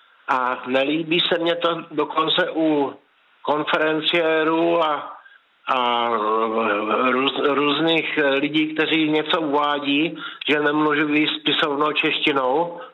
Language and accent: Czech; Moravian Slovakia, Czechia; já jsem z Moravského Slovácka a já jsem veliký patriot